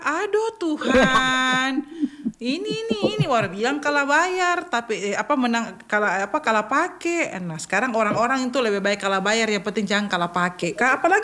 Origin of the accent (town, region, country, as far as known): Toli-Toli, Central Sulawesi, Indonesia